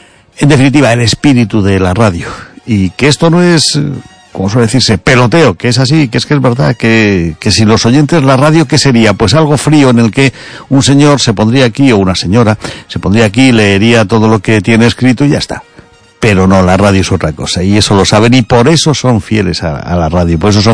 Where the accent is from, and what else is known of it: Castile, Spain; now in Galicia, Spain